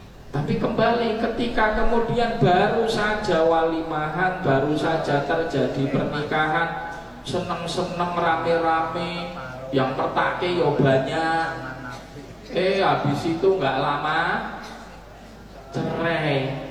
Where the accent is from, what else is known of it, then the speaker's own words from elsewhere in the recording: Tawangmangu, Central Java, Indonesia; kami di Tawangmangu